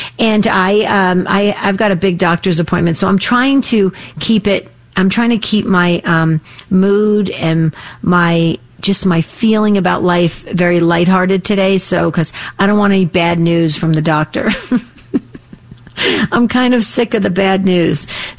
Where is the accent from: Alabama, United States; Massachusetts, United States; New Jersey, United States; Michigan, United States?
New Jersey, United States; born or raised there; now in Arizona, United States